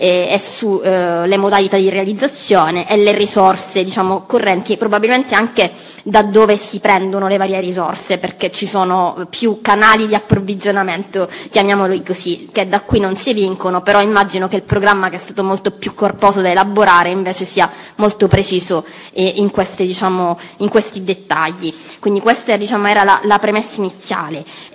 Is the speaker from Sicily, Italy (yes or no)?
yes; Sicily, Italy; sono siciliana